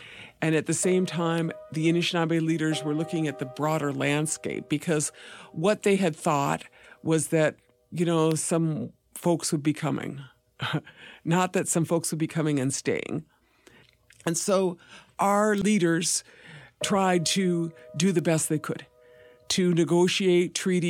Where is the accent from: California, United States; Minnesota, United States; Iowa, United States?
Minnesota, United States; White Earth Reservation; I'm from the White Earth Reservation. Ndunjaba, Oma'a King, I'm from this land here.